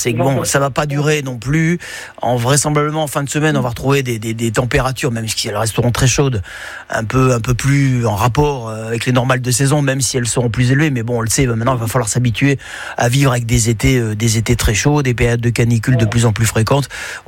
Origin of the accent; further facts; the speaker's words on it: Menton, Provence-Alpes-Côte d'Azur, France; moi je suis de Menton, j'habitais donc Menton et à l'avenue Thiers de Menton